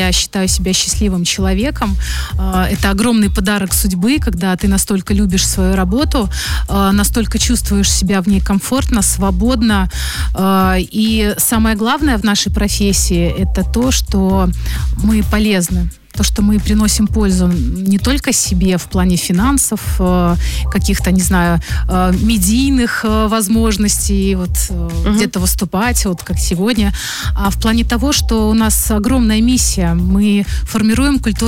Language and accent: Russian; Liozno, Vitebsk Region, Belarus; и вот в то время это было Лиозно, оттуда я начинала свою трудовую деятельность, это моя малая родина.